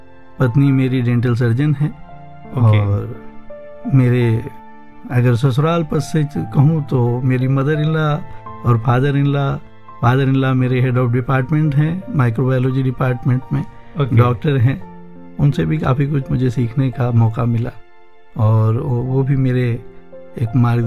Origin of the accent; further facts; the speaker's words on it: Chitrakoot, Uttar Pradesh, India; born there; मेरी जन्मभूमि भगवान राम की तपोस्थली चित्रकूट, जो उत्तर प्रदेश के बुंदेलखंड रीजन में आता है